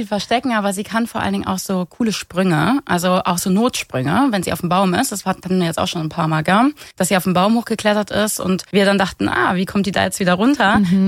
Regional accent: Baden-Württemberg, Germany; Wir kommen aus der Nähe von Stuttgart

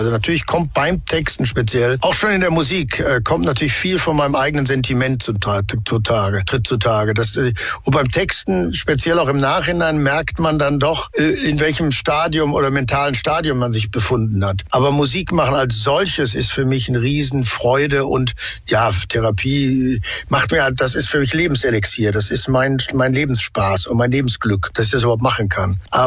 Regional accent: North Rhine-Westphalia, Germany; Ich bin halt im Ruhrgebiet aufgewachsen, da trägt man das Herz auf der Zunge und da gibt es eine schnelle, knackige Ansprache

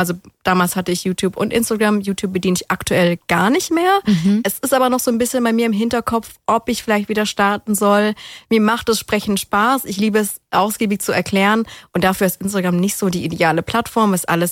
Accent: Germany; ich komme ja nicht ursprünglich aus Convestheim und ich bin ja auf dem Land groß geworden mit Einwohnerzahl von 900. Da kennt jeder jeden.

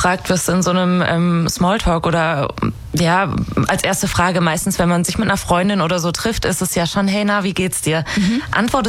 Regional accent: Giessen, Hesse, Germany; ich komme aus Gießen

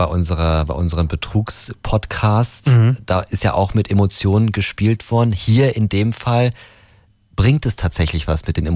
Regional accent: Berlin, Germany; Ich bin Berliner.

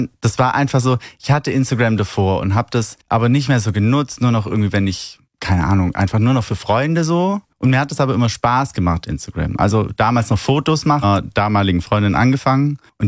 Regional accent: Baden-Württemberg, Germany; Also als Schwabe darfst du ja auch nichts wegschmeißen.

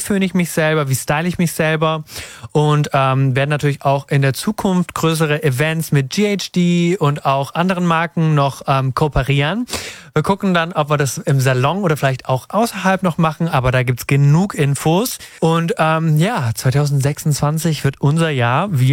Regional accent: Leonberg, Baden-Württemberg, Germany; Das ist genau die Mitte zwischen Leonberg, da wo ich herkomme, und Stuttgart.

